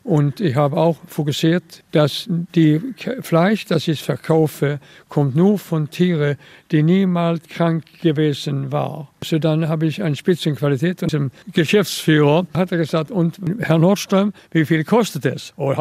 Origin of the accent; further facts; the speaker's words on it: Malmö, Skåne, Sweden; born there; German is a second language; Ich bin in der Stadt Malmö geboren. So keine in meiner Generation waren Landwirt.